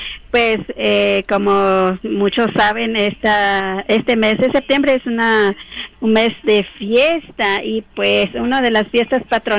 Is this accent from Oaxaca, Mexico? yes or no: yes; San Juan Copala, Oaxaca, Mexico; now in Valle de San Quintín, Mexico; yo soy de San Juan Copán, la verdad, de hablan de la lengua triqui